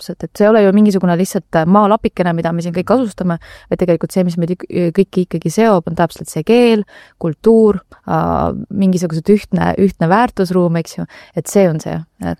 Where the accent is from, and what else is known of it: Tallinn, Harju County, Estonia; born or raised there